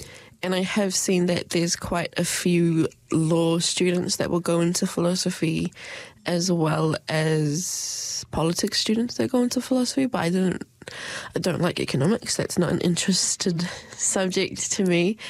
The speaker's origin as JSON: {"language": "English", "region": "Auckland", "country": "New Zealand", "tie": "born or raised there", "moved": "as an adult", "lives_now": "Dunedin, New Zealand", "said": "I grew up in Auckland and I still wanted to stay in New Zealand"}